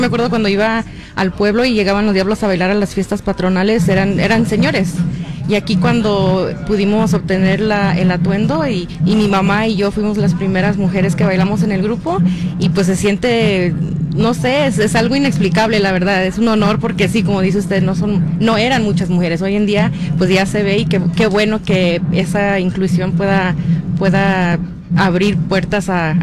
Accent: Napa, California, United States; Yo vengo desde Napa, California, pero mi familia es de un pueblo que se llama Santo Domingo Tonalá, Huajuapan de León, en Oaxaca, en la región mixteca.

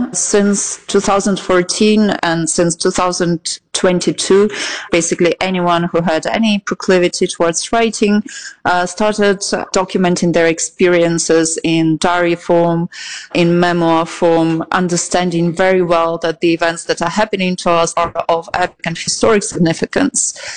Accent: Eastern Ukraine, Ukraine; first language Russian; English is a second language; I'm coming from the east of the country. My first language was indeed Russian, and I switched to Ukrainian after the Revolution of Dignity in 2013-14 and the Russian invasion in 2014.

